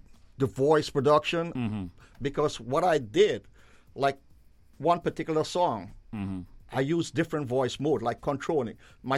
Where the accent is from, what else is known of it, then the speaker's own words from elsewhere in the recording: Guyana; as a coolie boy growing up in Guyana.